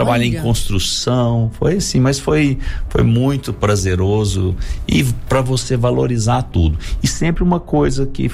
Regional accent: Goiânia, Goiás, Brazil; also born or lived in São José do Rio Preto; Os meus pais são nascidos em São José do Rio Preto, mas vieram para Goiânia e se casaram aqui. Então, nascemos todos aqui, fomos criados.

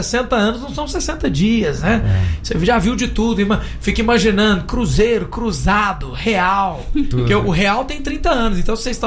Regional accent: Goiás, Brazil; eu sou de Goiás.

